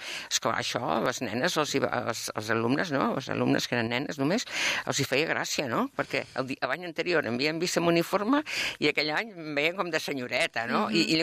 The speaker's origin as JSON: {"language": "Catalan", "town": "Gallecs", "region": "Catalonia", "country": "Spain", "tie": "born or raised there", "said": "doncs, soc una persona que vaig néixer a Can Jornet de Gallecs l'any 1945, per tant, tinc 81 anys, i m'he passat la vida entre Gallecs, Mollet, i una miqueta"}